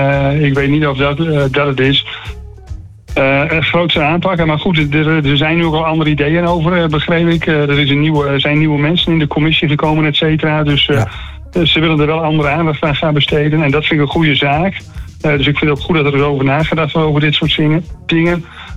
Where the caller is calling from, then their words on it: Groningen, Netherlands; Ik ben een Groninger